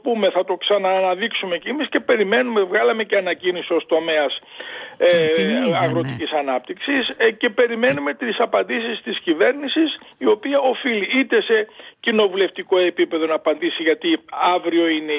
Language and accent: Greek; Drama, Eastern Macedonia and Thrace, Greece; εγώ είμαι από τη Δράμα, από αγροτικό νομό